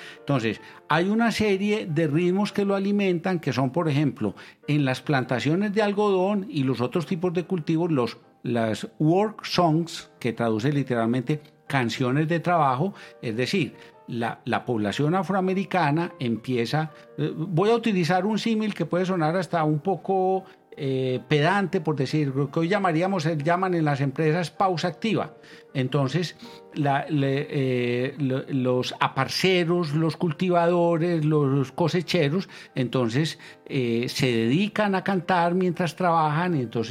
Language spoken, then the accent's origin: Spanish; Colombia; nosotros estamos acostumbrados a pronunciarlo pues aquí a lo colombiano.